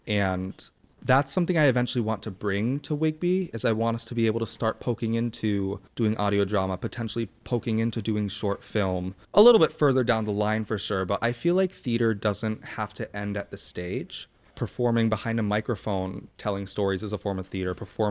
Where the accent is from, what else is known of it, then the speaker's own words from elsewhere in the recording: Springfield, Massachusetts, United States; So I've lived in the area my whole life. I grew up in Springfield.